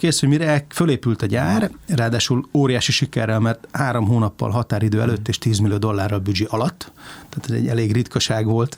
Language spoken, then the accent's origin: Hungarian; Székesfehérvár, Fejér, Hungary; born or raised there